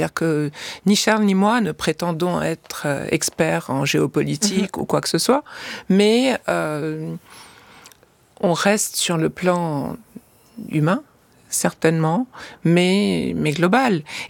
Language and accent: French; Lebanon; Et automatiquement, en tant que Libanaise